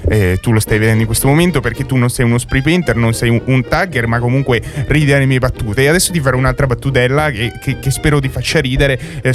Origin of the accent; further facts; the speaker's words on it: Livorno, Tuscany, Italy; now in Rome, Italy; vengo da Livorno e si sente da il mio accento che vendo da Livorno, no?